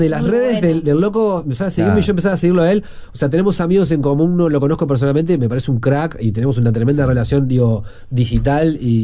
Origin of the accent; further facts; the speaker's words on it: Uruguay; Yo creo que igual acá estoy soy un tipo, soy tan uruguayo que extraño mucho cuando me voy, ¿sabes?